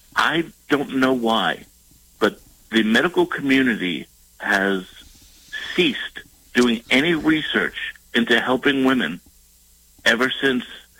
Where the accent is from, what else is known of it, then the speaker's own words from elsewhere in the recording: New York, United States; growing up in New York